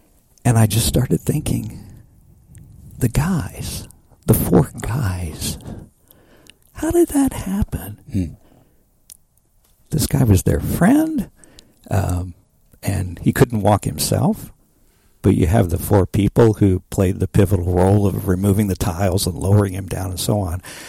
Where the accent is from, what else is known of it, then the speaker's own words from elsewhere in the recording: Oklahoma City, Oklahoma, United States; moved away as an adult; also born or lived in Nebraska / Kansas; now in Temple, Texas, United States; No, I grew up in Oklahoma City, actually.